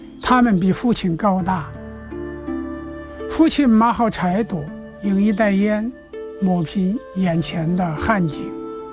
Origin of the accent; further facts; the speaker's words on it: Shaanxi, China; 一个呢就是矿山，一个呢就是我的老家陕南。这个地方它是处于一个秦岭和伏牛很多山系的夹角地带吧